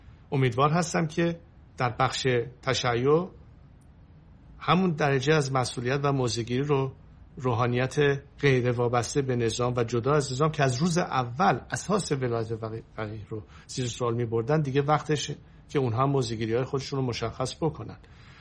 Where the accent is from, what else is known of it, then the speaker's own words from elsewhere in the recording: Iran; ایران منه